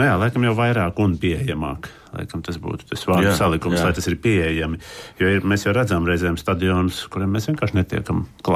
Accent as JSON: {"language": "Latvian", "town": "Jelgava", "region": "Zemgale", "country": "Latvia", "tie": "born or raised there", "said": "tā bija mana dzimtā pilsēta Jelgava"}